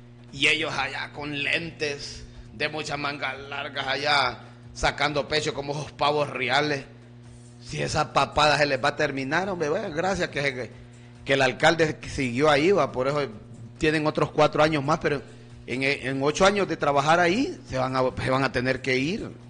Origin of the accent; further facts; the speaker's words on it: Talanga, Francisco Morazán, Honduras; talangueño y conozco a todos los... Aquí nadie me va a dar casaca a mí porque yo soy nacido y creado aquí en Talanga. Aquí por todas las calles de Talanga yo las conozco